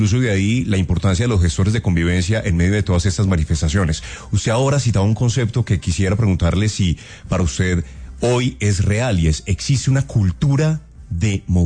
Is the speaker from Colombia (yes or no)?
yes; Colombia; Claro, es que como colombianos tenemos el derecho de salir y la necesidad.